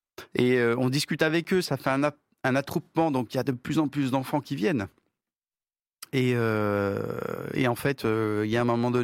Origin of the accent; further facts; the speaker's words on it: Madagascar; moved away as an adult; now in France; Moi, j'étais rentré de Madagascar pour faire mes études supérieures et puis comme beaucoup, on construit notre vie ici, quoi.